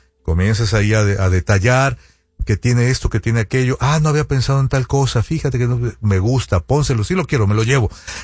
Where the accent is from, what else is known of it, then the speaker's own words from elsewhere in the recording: Sonora, Mexico; Somos de Sonora. Entonces, cerca de Hermosillo hay un pueblo que se llama Rayón. Es muy chiquito.